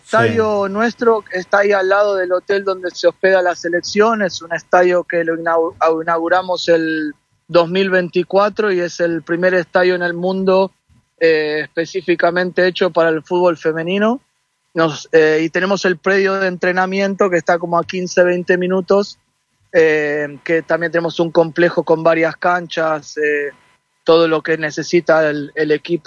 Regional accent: Buenos Aires, Argentina; Yo me crié en Floresta, y ahí en Floresta y Villa Santa Rita.

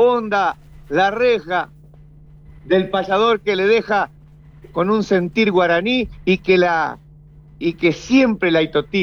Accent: Santa Fe, Argentina; moved away as an adult; now in La Pampa, Argentina; Yo estoy en La Pampa ahora. Por más que soy santafesino y muy chamamecero, estoy en La Pampa viviendo hace como 15 años, tengo mi familia aquí.

